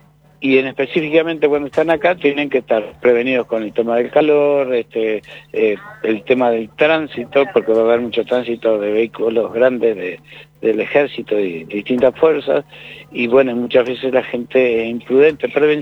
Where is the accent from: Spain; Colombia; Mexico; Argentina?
Argentina